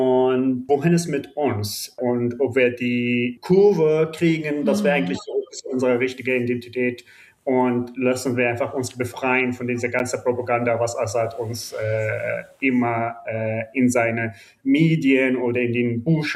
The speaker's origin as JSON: {"language": "German", "country": "Syria", "said": "Wir arbeiten daran als syrische Filmemacher und Macherin. Für mich war es wichtig, dass das also meine Heimat in dieser Zeitphase begleite"}